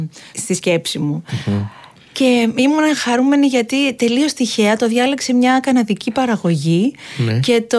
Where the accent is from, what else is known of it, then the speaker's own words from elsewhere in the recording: Samos, North Aegean, Greece; παρόλο που κατάγομαι από τη Σάμο